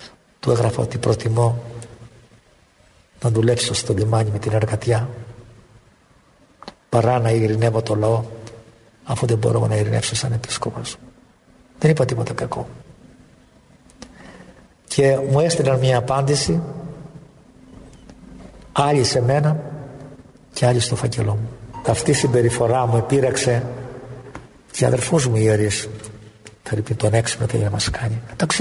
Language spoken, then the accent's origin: Greek; Peloponnese, Greece; Γι' αυτό είμαι από την Αργολίδα.